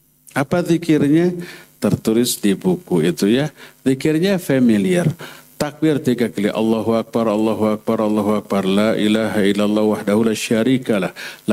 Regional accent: West Java, Indonesia; dengan bahasa kita Sunda Indonesia

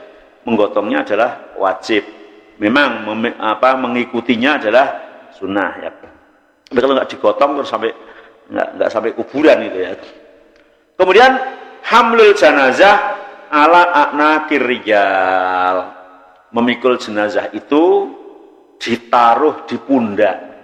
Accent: Semarang, Central Java, Indonesia; kok kayak enggak seperti di kampungku ya. Kalau di Semarang

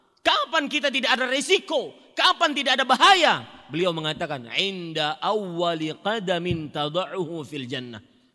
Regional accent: Kalimantan, Indonesia; saya dari Kalimantan, harus mengarungi lautan.

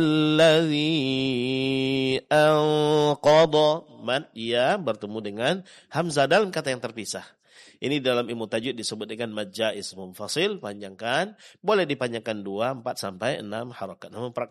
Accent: Indonesia

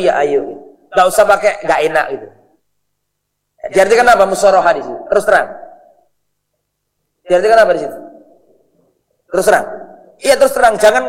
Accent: Java, Indonesia; Mohon maaf ini bukan rasis, wong saya juga orang Jawa, tapi ini kita sedang menerangkan sesuatu.

